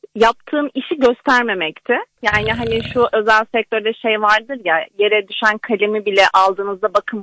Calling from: Istanbul, Turkey; İstanbul'dan arıyorum, trafikten.

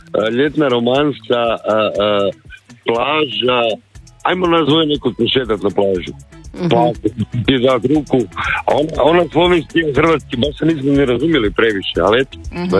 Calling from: Zagreb, City of Zagreb, Croatia; ja sam bio iz Zagreba

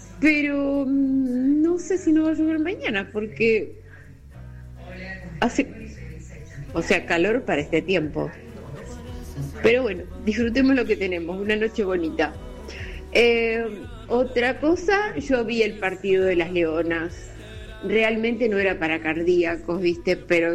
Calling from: La Pampa, Argentina; acá es una noche preciosa en La Pampa.

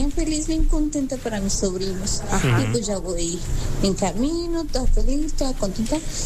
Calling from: Mexico City, Mexico; Los escucho desde Cuauhtémoc, de la Ciudad de México.

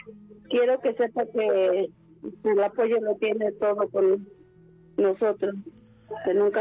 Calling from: Zumpango, State of Mexico, Mexico; San Juan, Citlaltepec

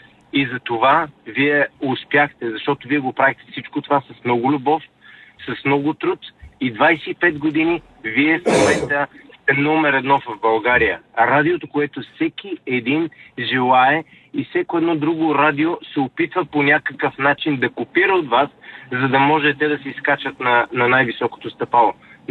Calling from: London, United Kingdom; от Лондон.

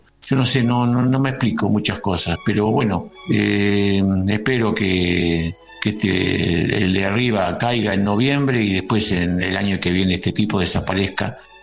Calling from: La Plata, Buenos Aires Province, Argentina; de la Ciudad de La Plata.

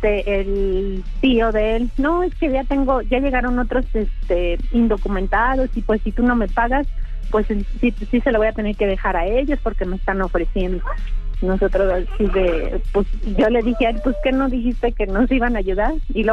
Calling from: State of Mexico, Mexico; en el Estado de México.

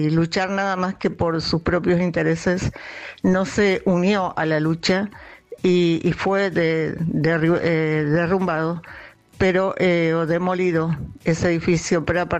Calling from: Reconquista, Santa Fe, Argentina; de Reconquista, Santa Fe.

